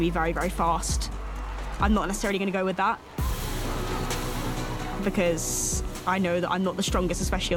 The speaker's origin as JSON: {"language": "English", "region": "London", "country": "United Kingdom", "said": "I'm 21 years old and I'm from London."}